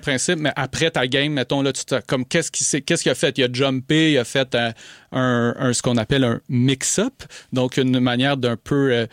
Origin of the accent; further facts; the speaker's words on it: Montreal, Quebec, Canada; Alors moi, je suis né à Montréal, pur Montréalais. J'ai habité toute ma vie ici.